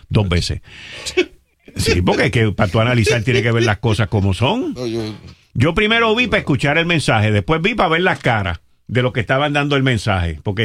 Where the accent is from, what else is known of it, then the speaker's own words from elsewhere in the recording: Puerto Rico; Los que trabajamos aquí somos puertorriqueños.